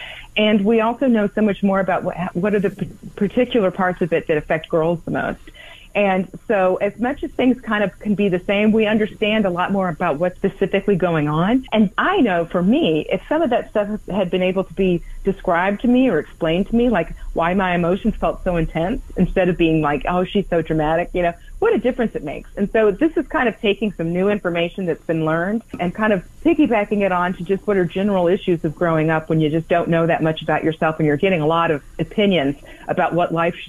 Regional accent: Houston, Texas, United States; Well, I grew up in Houston, my formative years

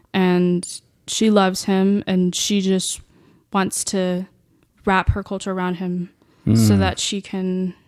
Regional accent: New York, United States; born there; I'm Venezuelan on both sides, but I was born in New York.

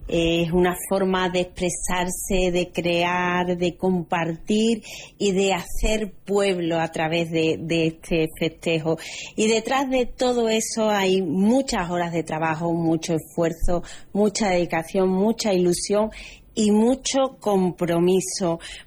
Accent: Calañas, Andalusia, Spain; born there; Es una alegría presentar hoy esta cita que habla de Calaña, de mi pueblo

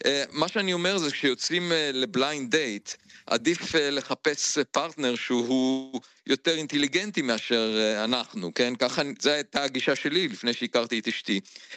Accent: Beit Hanan, Central District, Israel; דרך אגב, אני נולדתי במושב בית חנן, וגדלתי בצד הטבע.

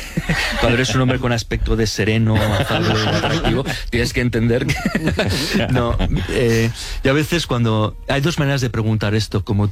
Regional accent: Spain; ¿cómo es posible que en mi país hayamos acabado una guerra civil en el siglo pasado, yo qué sé, en el 36, o si quieres llevarlo al final de la dictadura, ¿no? En el 75

